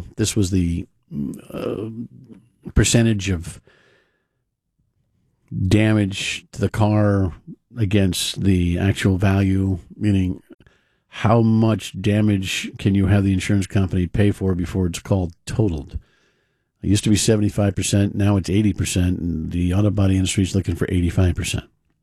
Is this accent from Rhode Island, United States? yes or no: yes; Cumberland, Rhode Island, United States; Just those people in Cumberland, my hometown